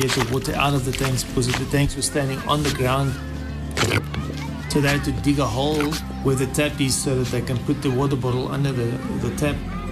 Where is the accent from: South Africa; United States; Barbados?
South Africa; Good day. … I'm from South Africa.